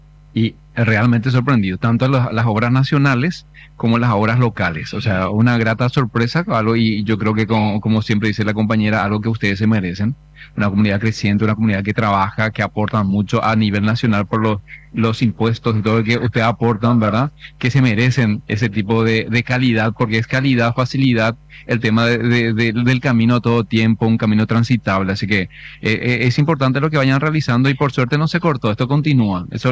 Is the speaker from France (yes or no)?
no; Capiatá, Central, Paraguay; Yo soy del municipio de Capiatá